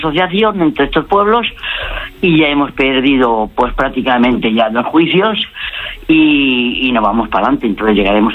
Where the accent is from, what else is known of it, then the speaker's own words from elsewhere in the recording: Villares de Órbigo, Castile and León, Spain; born there; yo llevo aquí 22 años jubilado, nací aquí en Villares de Órbigo